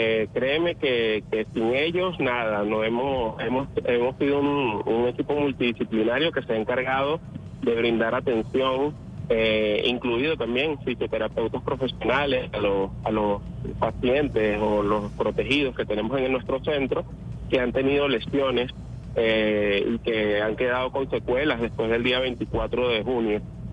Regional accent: La Guaira, Venezuela; las personas que somos de La Guaira, en una etapa de transición, de evolución

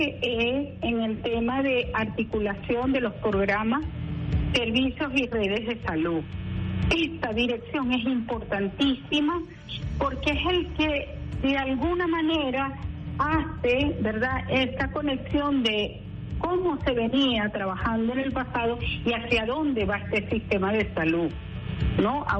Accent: Guajira Peninsula, Venezuela; Como venezolana, como guayú, como indígena

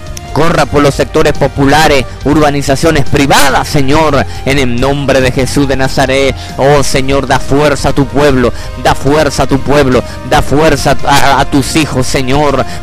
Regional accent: Venezuela

